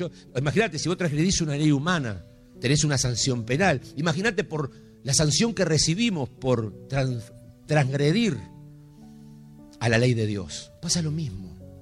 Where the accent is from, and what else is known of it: Argentina